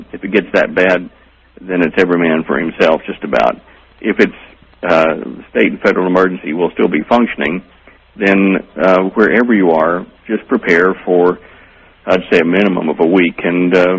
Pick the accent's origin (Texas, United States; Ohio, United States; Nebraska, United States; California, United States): Texas, United States; Dallas; I'm from Dallas originally, ma'am.